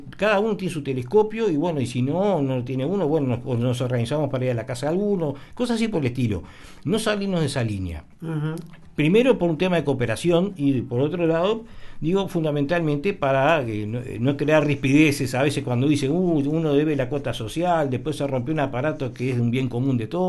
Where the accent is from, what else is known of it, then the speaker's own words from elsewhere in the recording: Montevideo, Uruguay; moved away as an adult; also born or lived in Solimar, Uruguay; now in Marindia, Uruguay; Yo soy montevideano de por sí, viví hasta los 46 años en Montevideo, hasta que por razones familiares me mudé a Solimar, aquí en la Costa de Oro